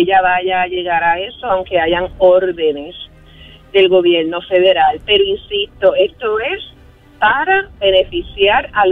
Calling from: Puerto Rico; como somos parte de Estados Unidos

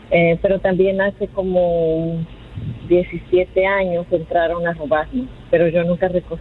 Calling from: New York, United States; Yo vivo en Nueva York.

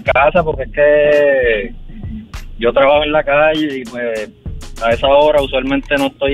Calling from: Caguas, Puerto Rico; de Caguas.

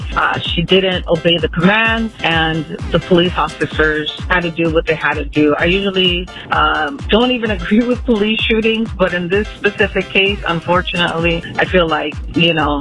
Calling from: Los Angeles, California, United States; I'm calling from Canoga Park.

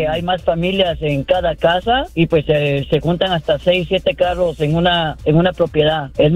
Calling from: Monrovia, California, United States; hablo de Monrovia

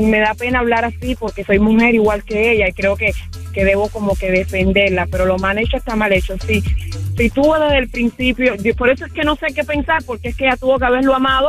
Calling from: Cuba; soy cubana.

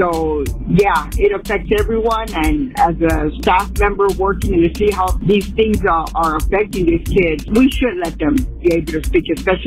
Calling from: Downey, California, United States; I'm calling from Downey.

